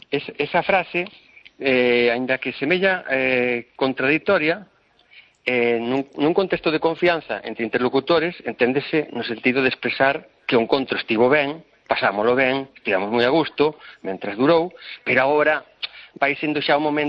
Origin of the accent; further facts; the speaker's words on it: Galicia, Spain; E como galego consideramos que é de moito valor, pois evidentemente está nesa arca.